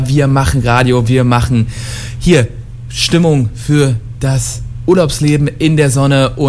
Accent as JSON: {"language": "German", "region": "Brandenburg", "country": "Germany", "moved": "yes", "lives_now": "Saxony-Anhalt, Germany", "said": "Wir sind nicht aus Sachsen-Anhalt. Wir wohnen aktuell in Sachsen-Anhalt. Aber Melvin ist von der Küste, ich bin aus Brandenburg."}